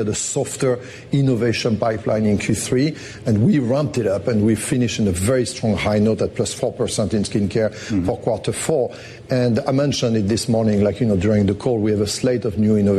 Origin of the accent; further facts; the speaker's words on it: United States; born there; accent: French; I was born in the U.S. despite my French accent